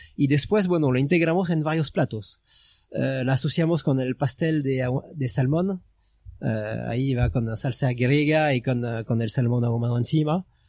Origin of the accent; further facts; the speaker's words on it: Occitania, France; Spanish is a second language; moved away as an adult; now in Mendoza, Argentina; Sur de Francia, cerca de Toulouse.